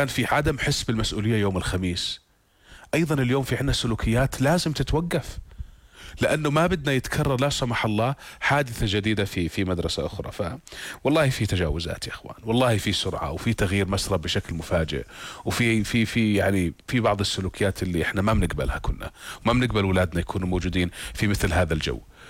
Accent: Jordan; آلمنا جميعا كأردنيين

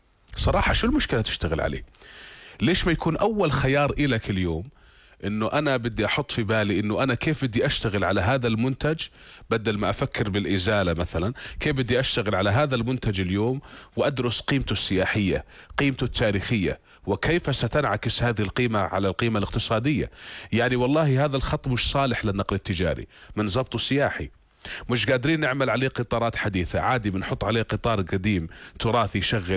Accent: Jordan; احنا كأردنيين

